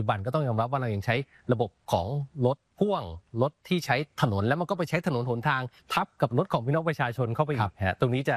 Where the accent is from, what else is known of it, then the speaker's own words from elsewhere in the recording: Songkhla, Thailand; ผมเนี่ยเป็นคนผมเป็นคนสงขลา